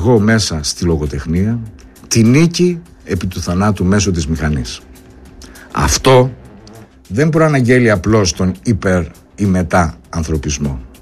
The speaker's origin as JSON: {"language": "Greek", "country": "Greece", "said": "εμείς γνωρίζαμε ως Έλληνες"}